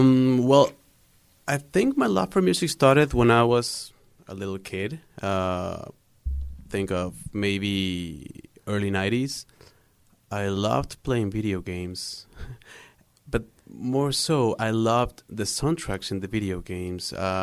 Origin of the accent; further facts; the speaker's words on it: Guadalajara, Jalisco, Mexico; English is a second language; I was born and raised in Guadalajara. I still live there, except for a very short period of time where I went to another state to learn to play jazz on the cello, basically.